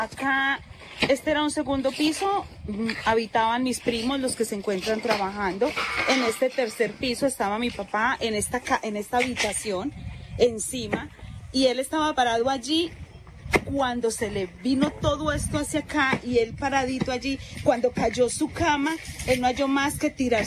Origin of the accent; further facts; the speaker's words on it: Riosucio, Colombia; yo solo pude venir hasta acá, hasta mi pueblo de Bonafón, Río Sucio, hasta el día de ayer.